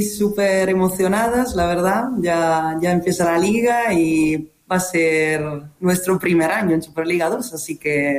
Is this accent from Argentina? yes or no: no; Italy; Spanish is a second language; moved away as an adult; now in A Coruña, Spain; Llevo ya 6 años en La Coruña, 7 en España, soy italiana